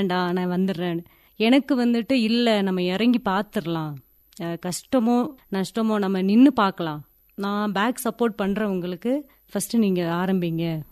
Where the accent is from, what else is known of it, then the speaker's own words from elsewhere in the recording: Uthamapalayam, Tamil Nadu, India; moved away as an adult; now in Ooty, India; என்னோட சொந்த ஊர் வந்து உத்தமபாளையம், தேனி மாவட்டம். அப்பா அம்மாங்கெல்லாம் விவசாயம்தான். நான் 10th வரைக்கும் தான் படிச்சிருக்கேன். எனக்கு அரேஞ்சு மேரேஜ் ஆச்சு. கல்யாணம் பண்ணி கொடுத்தது வந்து ஊட்டியில்.